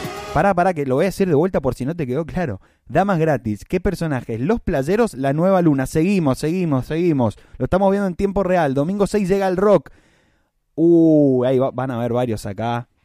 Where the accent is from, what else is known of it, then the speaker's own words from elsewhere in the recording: Mendoza, Argentina; como mendocino, te lo digo